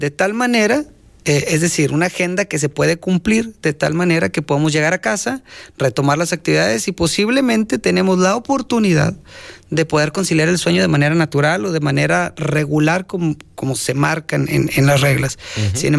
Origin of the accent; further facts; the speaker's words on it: Montemorelos, Nuevo León, Mexico; Yo nací en Montemorelos. Crecí en Montemorelos, me eduqué en Montemorelos y actualmente sirvo a Montemorelos. Okay. Desde la profesión y como ciudadano, hemos estado prácticamente en Montemorelos, Nuevo León, desarrollándonos